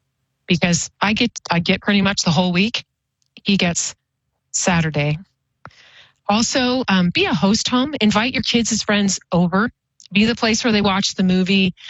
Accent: Oregon, United States; born or raised there; now in Boise, United States

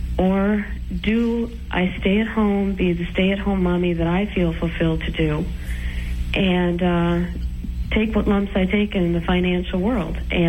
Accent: Michigan, United States; Oh, hello, Mother. I'm from Michigan.

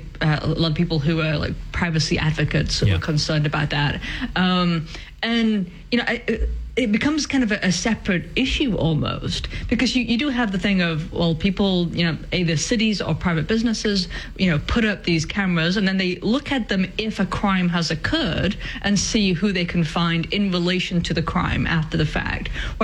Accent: England, United Kingdom; And again, coming from the fact that I grew up in America, sorry, in England, it's a very alien concept to so many different people around the world.

